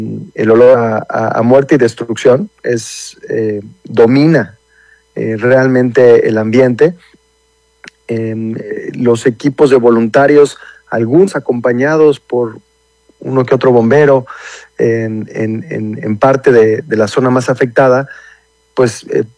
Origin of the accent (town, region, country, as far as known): Mexico